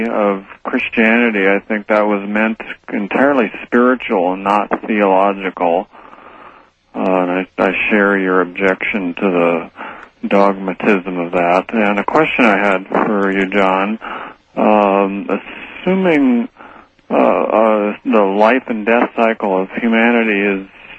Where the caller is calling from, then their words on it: Seattle, Washington, United States; from Seattle.